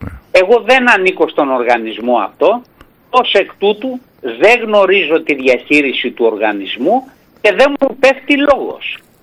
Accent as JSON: {"language": "Greek", "area": "Corfu", "region": "Ionian Islands", "country": "Greece", "said": "Και αν δεν ήμουν κερκυραίος, θα ήθελα να ήμουν ζακυνθινός."}